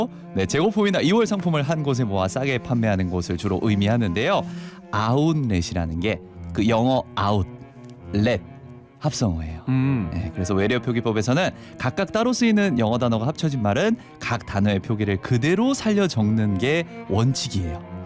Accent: Seoul, South Korea; 저 서울 사람인데

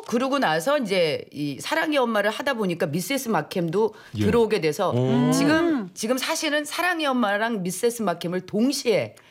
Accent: Jeolla, South Korea; 저는 전라도 사람인데 경상도 사투리를 쓰는 거에 있어서 두려움이 생겨서

